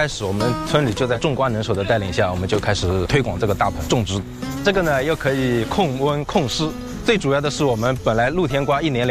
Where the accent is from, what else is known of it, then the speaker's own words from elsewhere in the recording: China; 我们都是土生土长的黄土塘人